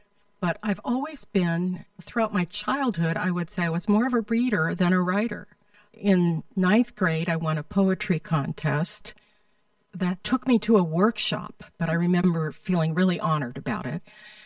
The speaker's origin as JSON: {"language": "English", "town": "San Diego", "region": "Midwest", "country": "United States", "tie": "born or raised there"}